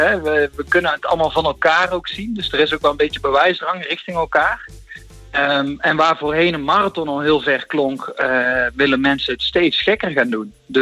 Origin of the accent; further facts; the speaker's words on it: Arnhem, Gelderland, Netherlands; ik kom zelf uit Arnhem en ik heb zelf in de bush in Arnhem mogen trainen.